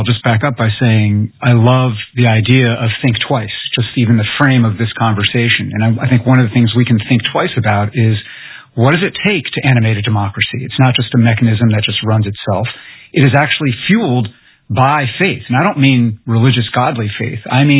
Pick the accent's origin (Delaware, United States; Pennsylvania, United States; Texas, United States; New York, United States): New York, United States; also born or lived in Poughkeepsie; I'm a son of Chinese immigrants. I was born in Poughkeepsie, New York. I was raised in the Hudson Valley